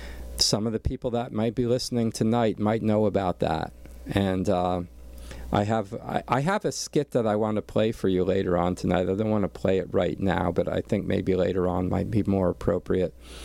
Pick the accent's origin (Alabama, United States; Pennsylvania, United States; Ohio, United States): Pennsylvania, United States; Allentown; born there; For instance, yeah, I was born back in Allentown